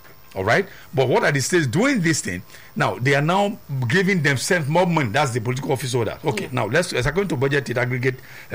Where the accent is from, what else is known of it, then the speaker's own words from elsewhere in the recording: Edo, Nigeria; like I'm from Edo State